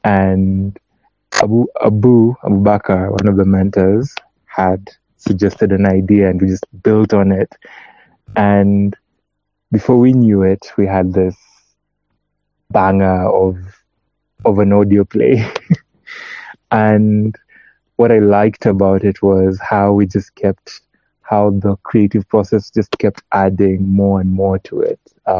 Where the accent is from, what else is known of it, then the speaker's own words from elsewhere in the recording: Kisumu County, Kenya; from Kisumu County